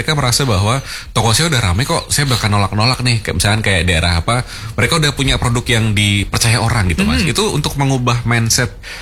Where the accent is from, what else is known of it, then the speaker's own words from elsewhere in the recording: Semarang, Central Java, Indonesia; saya orang Banyumanik akan nyarinya di Tembalang sih Mas